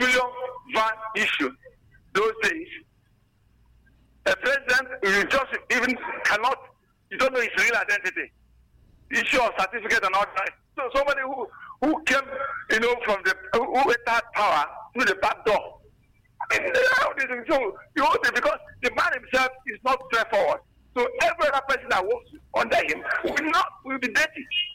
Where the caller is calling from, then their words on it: Enugu, Enugu State, Nigeria; Hello, this is … I'm calling from Enugu.